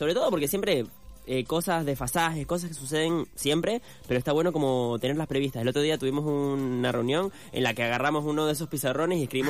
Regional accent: Venezuela; A mí me gusta, a mí en Venezuela, yo vengo de Venezuela, ¿viste?

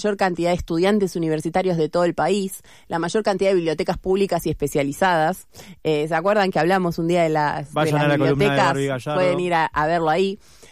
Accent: Buenos Aires, Argentina; si nosotros somos porteños

